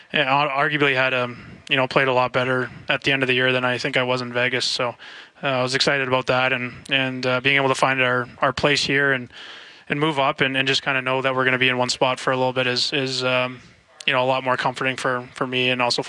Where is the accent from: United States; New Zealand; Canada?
Canada; And I was, you know, being Canadian, I'd have to worry about the visa or anything like that.